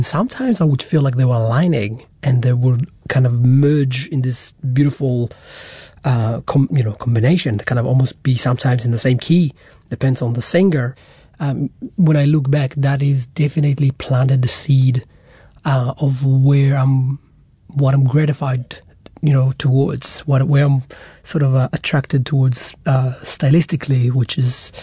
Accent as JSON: {"language": "English", "country": "Israel", "tie": "born or raised there", "said": "And area I grew up in Israel was surrounded by Arabic villages."}